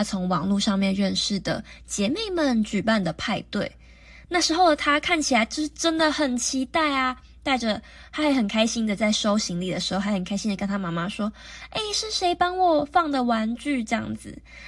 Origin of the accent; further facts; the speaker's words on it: Hualien, Hualien County, Taiwan; 因为我其实是从花莲要来到台北读书，那是一个全新的环境